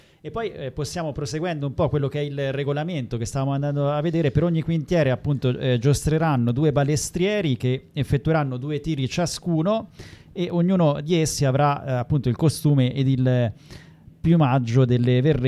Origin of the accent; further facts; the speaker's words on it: Arezzo, Tuscany, Italy; vengo da Arezzo